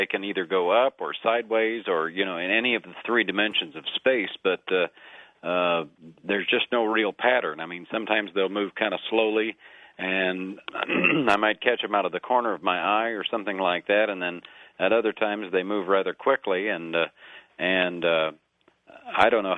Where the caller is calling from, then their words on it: Kansas City, Missouri, United States; I'm calling from KCMO in Kansas City, Missouri.